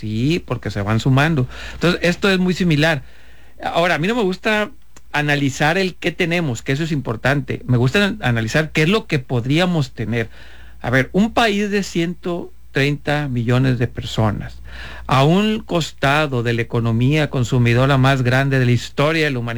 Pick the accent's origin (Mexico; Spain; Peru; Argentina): Mexico